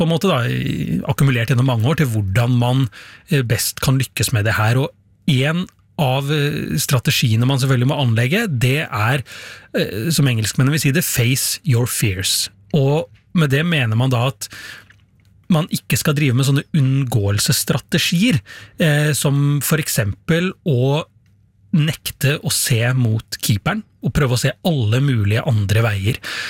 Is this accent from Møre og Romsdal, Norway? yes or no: no; Porsgrunn, Telemark, Norway; det var cup hjemme i Porsgrunn. Jeg var kanskje 11-12 år gammel